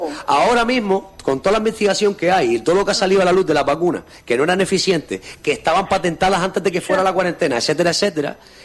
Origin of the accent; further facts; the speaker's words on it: Canary Islands, Spain; nosotros como canarios queremos soluciones